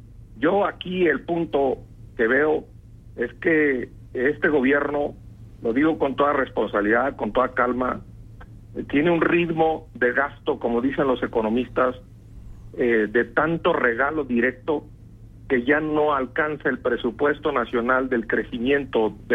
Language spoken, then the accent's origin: Spanish; Michoacán, Mexico; En mi tierra, acá en Michoacán